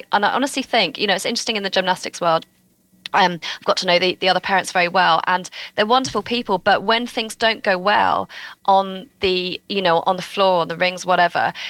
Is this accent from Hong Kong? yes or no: no; England, United Kingdom; as an English England fan.